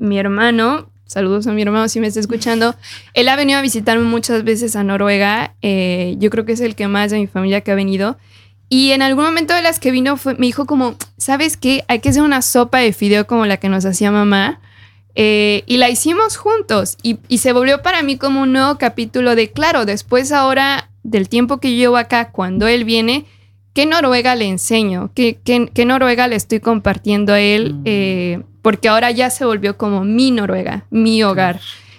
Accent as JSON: {"language": "Spanish", "region": "Aguascalientes", "country": "Mexico", "said": "Bueno, yo soy hidrocálida, yo soy de Aguascalientes."}